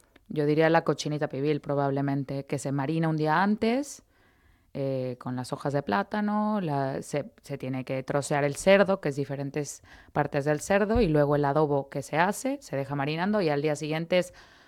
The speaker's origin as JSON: {"language": "Spanish", "country": "Mexico", "moved": "yes"}